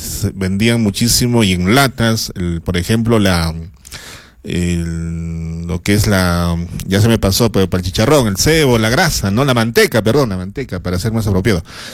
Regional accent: Arequipa, Peru; nosotros, como arequipeños, que nos sentimos como tal

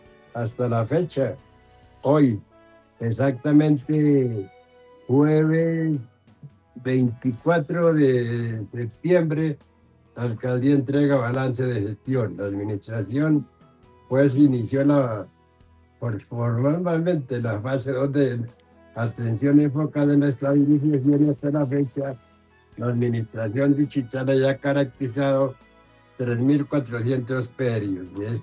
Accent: Casanare, Colombia; now in Bogotá, Colombia; dicen en mi tierra Casanare

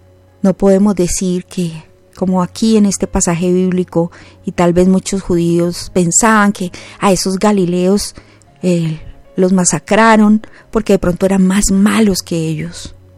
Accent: Colombia; Perdónanos como colombianos

